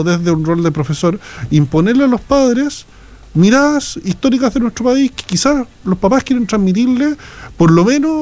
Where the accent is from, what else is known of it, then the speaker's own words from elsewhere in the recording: Chile; es una fecha que nos divide como chilenos, lo tenemos súper claro, sí.